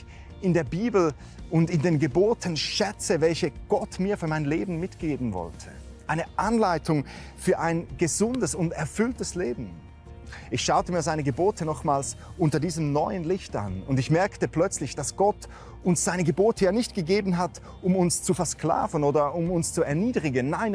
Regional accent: Switzerland; Bei uns in der Schweiz gibt es ein Gesetz, dass man auf der Autobahn maximal 120 fahren darf.

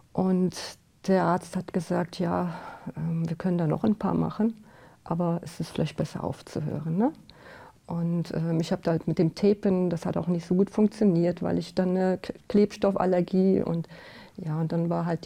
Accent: Germany

